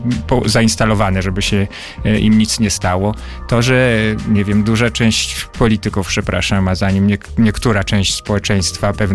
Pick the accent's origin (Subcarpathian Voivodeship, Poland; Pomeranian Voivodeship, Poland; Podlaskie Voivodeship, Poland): Podlaskie Voivodeship, Poland; now in near Warsaw, Poland; na moim rodzinnym Podlasiu, skąd pochodzę